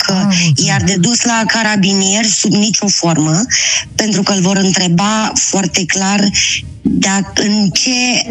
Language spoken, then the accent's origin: Romanian; Moldavia, Romania; Nu, eu sunt moldovean, că nu mă jigniți.